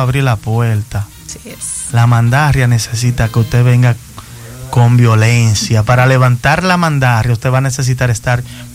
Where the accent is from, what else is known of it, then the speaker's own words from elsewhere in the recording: Dominican Republic; Sí, somos dominicanos